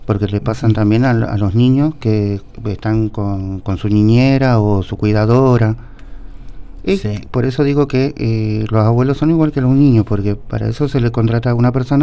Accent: Rosario, Santa Fe, Argentina; moved away; Mi ciudad natal. Es un barrio muy conocido, Empalme Granero.

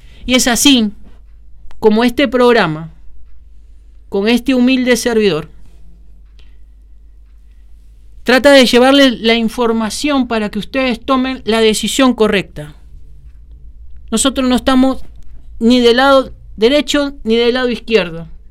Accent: Argentina; nosotros somos ciudadanos argentinos

